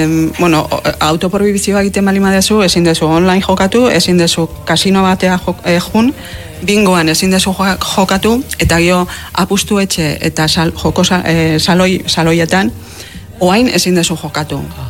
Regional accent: Errenteria, Basque Country, Spain; prestatu ditugu itzaldiak jende arruntantzako, gure herrian, errenterian, jendeantzako

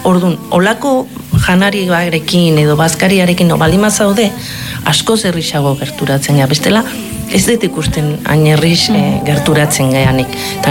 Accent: Aldaba, Basque Country, Spain; gero ni Aldaban jaioa naiz, Aldaban bizitun izan 14 urte.

